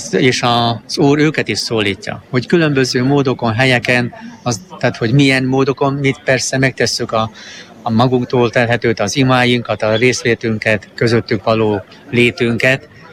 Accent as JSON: {"language": "Hungarian", "region": "Felvidék", "country": "Slovakia", "moved": "yes", "lives_now": "Márianosztra, Hungary", "said": "Felvidékről származom, tehát én onnét érkeztem magyar területre, magyar földre"}